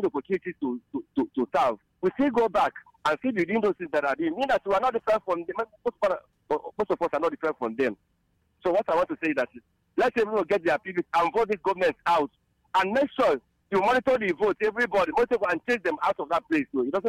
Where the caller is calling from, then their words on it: Nigeria; most of us Nigerians